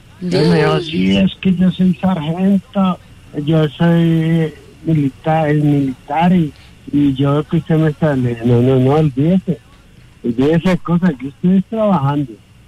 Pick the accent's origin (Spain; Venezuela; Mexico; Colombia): Colombia; Ibagué, Tolima; also born or lived in Girardot; Vivía de harto tiempo. Soy de Ibagué.